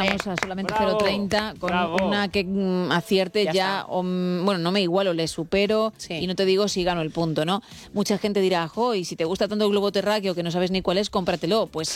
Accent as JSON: {"language": "Spanish", "town": "Madrid", "region": "Community of Madrid", "country": "Spain", "tie": "born there", "said": "No, nací en Madrid."}